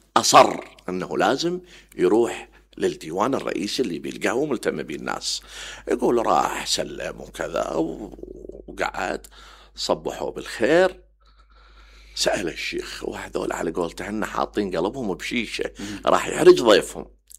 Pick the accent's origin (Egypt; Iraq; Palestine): Iraq; إحنا تعبت كعراقي، مو تعبت